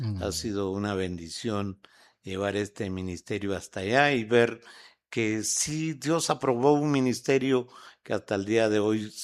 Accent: Quetzaltenango, Guatemala; Yo vengo de Xela.

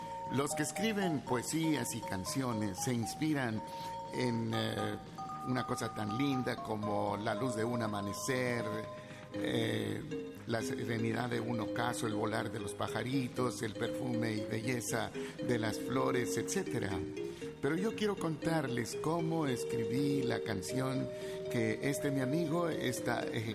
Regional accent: Mexico; moved away; la Ciudad de México, mi país de origen.

